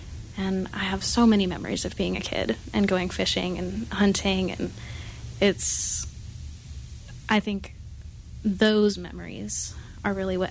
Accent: Kansas, United States; moved away as an adult; I'm from outside of Kansas City, Kansas. I was raised there, and I lived there until I was 18 years old.

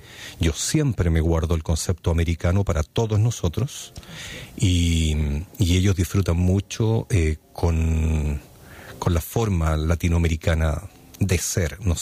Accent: Chile; Y después el 18 de septiembre, en donde es una fecha que nosotros como chilenos tenemos el desafío de hacerla un poco más visible también

